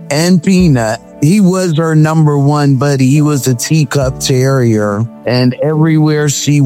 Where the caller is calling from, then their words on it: Easton, Pennsylvania, United States; Easton, Pennsylvania.